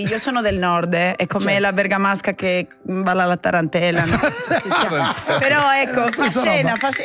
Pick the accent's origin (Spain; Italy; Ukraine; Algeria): Spain; Castile and León; Italian is a second language; moved away; Non abbiamo dialetto. Io sono di Castiglia e León, e dove è nata la lingua spagnola.